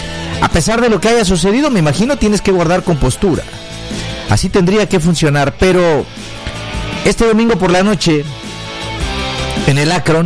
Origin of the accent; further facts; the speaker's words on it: Mexico; nosotros los nacidos en territorio nacional y todos aquellos que son mexicanos constitucionalmente hablando